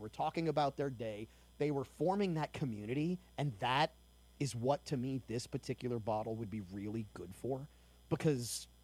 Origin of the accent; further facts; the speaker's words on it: Metairie, Louisiana, United States; Grant and I grew up in New Orleans